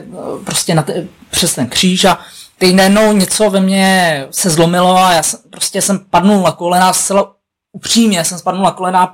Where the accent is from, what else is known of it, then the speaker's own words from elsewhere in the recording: Blatná, South Bohemian Region, Czechia; now in Plzeň, Czech Republic; Když jsem poznal moji nynější manželku, tenkrát přítelkyni, tak jsme se stěhovali zrovna z Blatný, odkud pocházím, do Plzně.